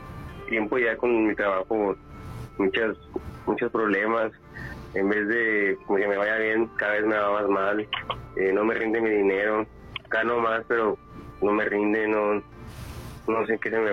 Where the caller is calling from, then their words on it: Corona, California, United States; De acá, de Corona.